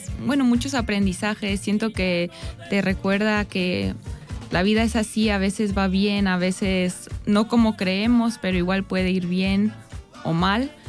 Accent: Germany; born or raised there

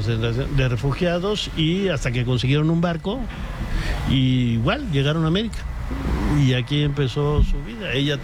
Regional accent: Mexico City, Mexico; born there; now in Guanajuato, Mexico; nací en la Ciudad de México.

